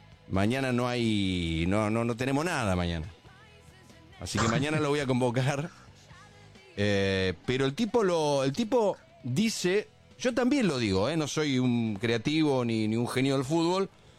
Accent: Argentina; Nosotros como argentinos

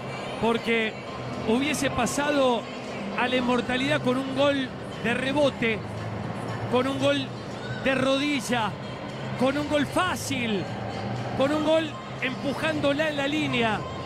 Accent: Argentina

